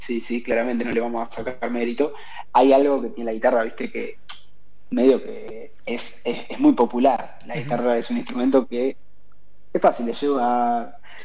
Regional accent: Chacabuco, Buenos Aires Province, Argentina; moved away as an adult; now in La Plata, Argentina; yo soy de Chacabuco

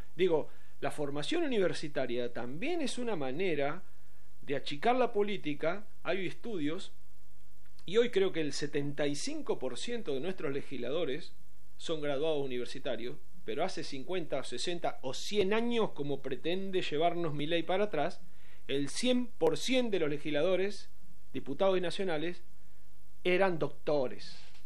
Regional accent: Trenque Lauquen, Buenos Aires Province, Argentina; Yo me vine de Trenquelau, que es hijo de docente y ama de casa.

